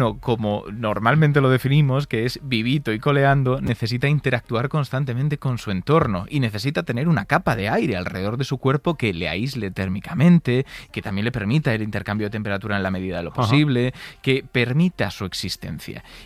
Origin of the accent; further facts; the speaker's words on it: Galicia, Spain; Yo es que soy gallego, ¿eh?